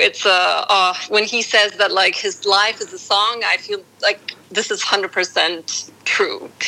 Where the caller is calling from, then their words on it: Warsaw, Masovian Voivodeship, Poland; I'm calling from Warsaw.